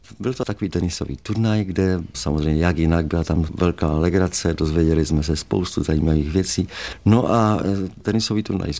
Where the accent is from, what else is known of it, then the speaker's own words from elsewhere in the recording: Moravia, Czechia; Máme k sobě blízko, protože jsme oba původem z Moravy